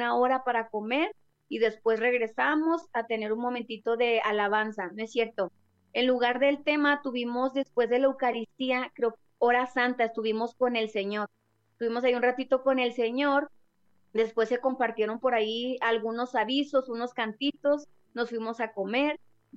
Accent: Mexico; creo que todos los que venimos de México es nuestra primera conferencia.

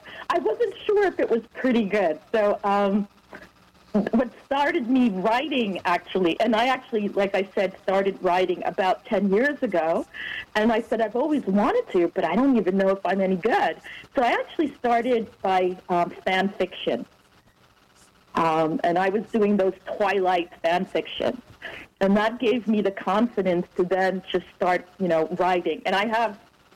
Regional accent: New Jersey, United States; I grew up in New Jersey.

